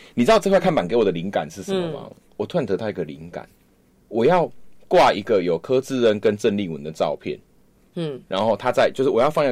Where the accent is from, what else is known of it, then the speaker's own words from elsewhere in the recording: Pingtung County, Taiwan; 我是屏东人没有错